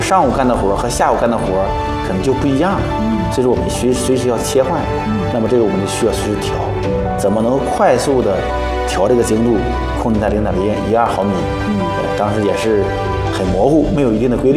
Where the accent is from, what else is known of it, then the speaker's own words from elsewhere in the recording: China; 作为中国人，作为这个我们仪器人红旗人